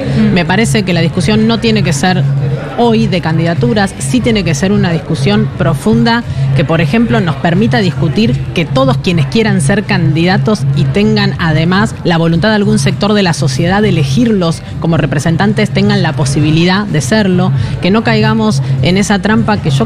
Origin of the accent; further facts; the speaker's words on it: Argentina; porque somos argentinos